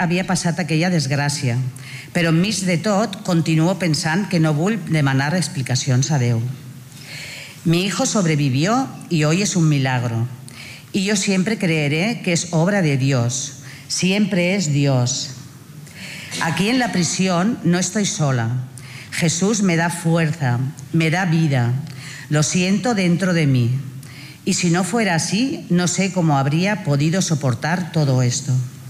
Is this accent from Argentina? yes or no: no; Barcelona, Catalonia, Spain; Soy de Barcelona. Qué alegría compartir con usted. He crecido en la fe cristiana.